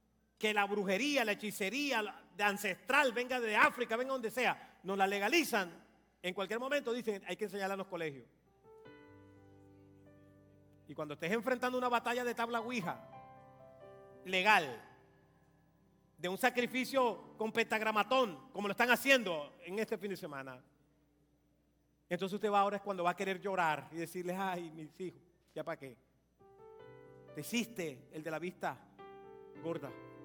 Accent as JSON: {"language": "Spanish", "country": "Colombia"}